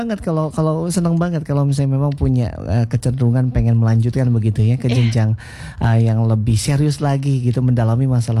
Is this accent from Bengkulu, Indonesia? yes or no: no; West Java, Indonesia; ini energik banget orang Sunda. Nah, itu juga menggambarkan kalau kita memang karakteristiknya gembira, riang